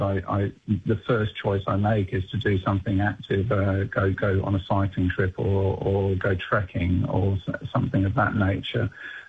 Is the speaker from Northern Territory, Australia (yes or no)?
no; Newcastle, New South Wales, Australia; And then I'm from Newcastle